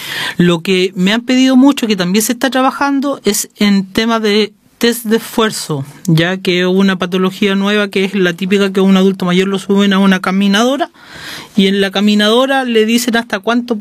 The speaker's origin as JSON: {"language": "Spanish", "town": "Cauquenes", "region": "Maule", "country": "Chile", "said": "yo soy del Maule, a mí eso es un punto también importante. Yo soy maulino, yo de corazón soy cauquenino, a los cauqueninos le dicen los chochoqueros, así que soy y mi familia es de campo"}